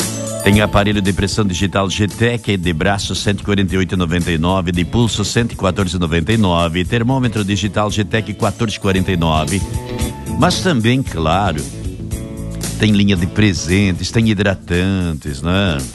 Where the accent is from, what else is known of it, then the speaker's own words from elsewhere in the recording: Rio Grande do Sul, Brazil; nós que somos gaúchos